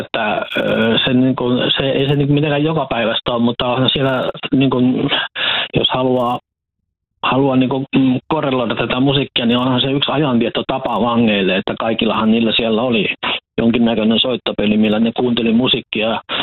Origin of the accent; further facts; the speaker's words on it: Huittinen, Satakunta, Finland; Ja siis mä huittisin sitä kotoisin ja asuin nuoruuteni ja varhaisen aikuisuutenikin Huittisissa.